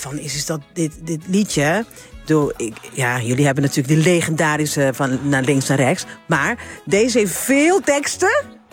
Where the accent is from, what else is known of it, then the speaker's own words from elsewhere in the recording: Curaçao; Kijk, wij zijn Curaçaoënaars, maar in het papiaments noem je dat Judy Curaçao. Een kind van Curaçao. Dus Curaçao is onze moeder.